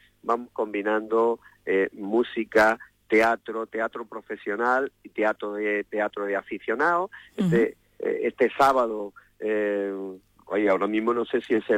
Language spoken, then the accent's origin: Spanish; Serón, Andalusia, Spain; venir a mi pueblo, a Serón